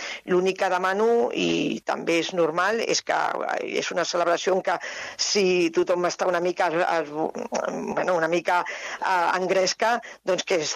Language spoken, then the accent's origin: Catalan; Catalonia, Spain; Jo m'estimo moltíssim a Catalunya, jo sóc catalana